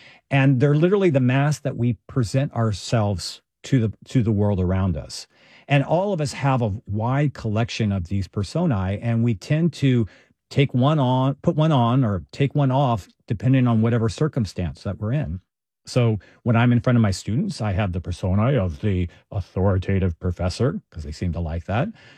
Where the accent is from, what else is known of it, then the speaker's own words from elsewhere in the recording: Texas, United States; the one thing that people found most interesting about me was that I was from Texas.